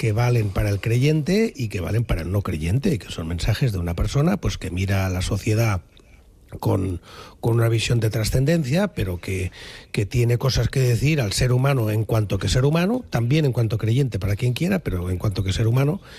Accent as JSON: {"language": "Spanish", "town": "Barcelona", "region": "Catalonia", "country": "Spain", "said": "como barcelonés y catalán, pues lo de la Sagrada Familia me ha emocionado"}